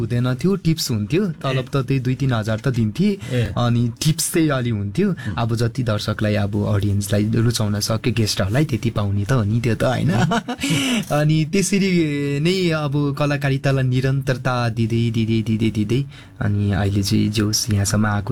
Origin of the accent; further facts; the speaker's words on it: Rumjatar, Koshi Province, Nepal; moved away; also born or lived in Kathmandu; मेरो गाउँ र मेरो ठाउँ मेरो प्यारो गाउँ रुम्जाटार